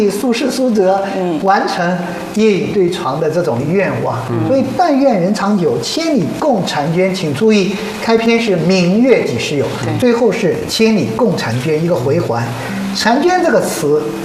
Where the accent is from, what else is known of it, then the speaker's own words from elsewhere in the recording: China; 所以啊，我们中国人的月亮才是世界上最圆